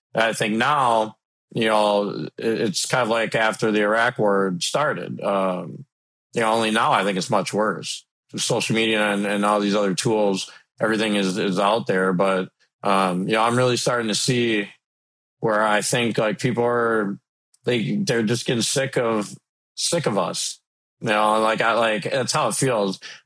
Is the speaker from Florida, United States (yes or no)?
no; Minnesota, United States; my home state, Minnesota, with you know, all the ICE activity